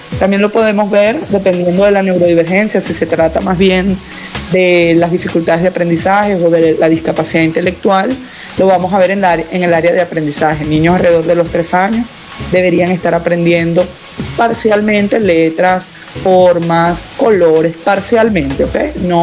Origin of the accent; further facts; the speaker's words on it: Caracas, Capital District, Venezuela; somos caraqueños